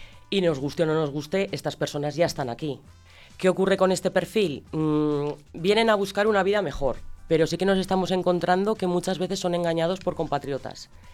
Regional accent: Albalate de Cinca, Aragon, Spain; yo que soy de Albalate de Cinca, tema agrícola

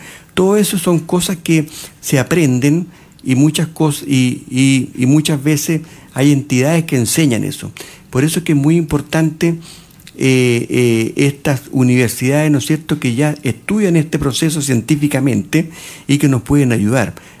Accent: Santiago, Santiago Metropolitan Region, Chile; now in Cauquenes, Chile; Yo soy santiaguino, y así que puedo decir que la gente aquí es diferente.

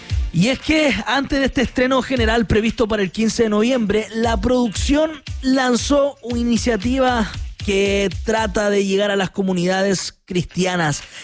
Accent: Chile; parte también de nuestra esencia como chileno

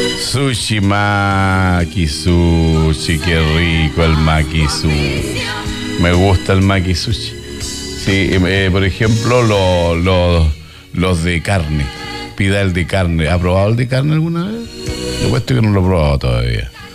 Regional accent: Chile

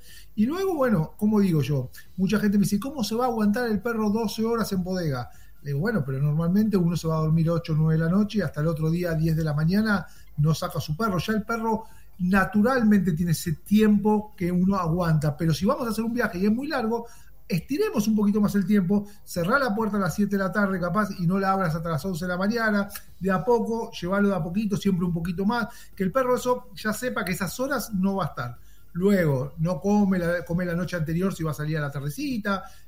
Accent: Argentina; now in Miami, United States; argentino e italiano, tengo doble ciudadanía italiana, pero por una cuestión de placer, todos mis abuelos eran italianos

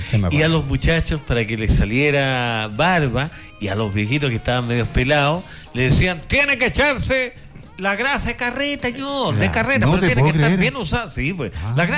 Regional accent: Peumo, O'Higgins, Chile; Yo de Peumo, peumino.

